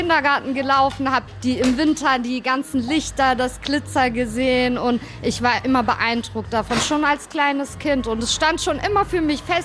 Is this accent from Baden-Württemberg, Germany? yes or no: no; Frankfurt, Hesse, Germany; Ich bin in Frankfurt geboren und aufgewachsen im Gutleutviertel, das ist das Bahnhofsviertel, Rotlichtmilieu